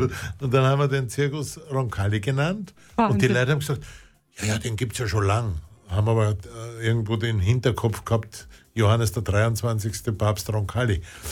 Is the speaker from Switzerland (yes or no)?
no; St. Pölten, Lower Austria, Austria; ich bin in St. Pölten, in der Nähe, wo ich aufgewachsen bin